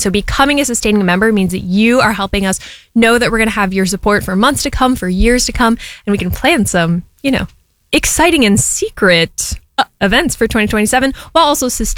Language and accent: English; Milwaukee, Wisconsin, United States; moved away as an adult; also born or lived in New Hampshire; To Milwaukee last summer. Lovely to be back in my hometown.